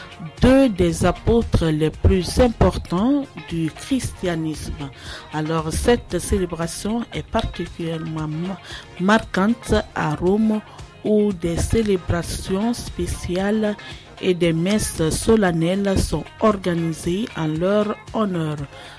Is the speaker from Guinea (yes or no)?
yes; Guinea; chez nous en Guinée